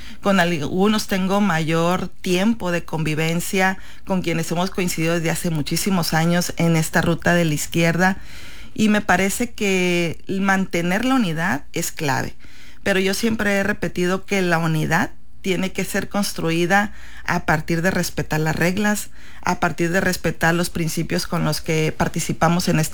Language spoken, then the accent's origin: Spanish; Chametla, Sinaloa, Mexico; Ahí fue donde también conocí que mi pueblo era un pueblo de origen prehispánico